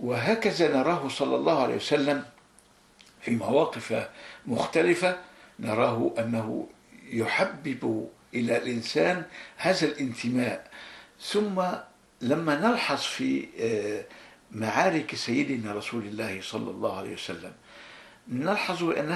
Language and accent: Arabic; Egypt; أنا لم أجد تعارضا أبدا ما بين كوني مصري وكوني مسلم وبين كوني أدافع عن هذا البلد.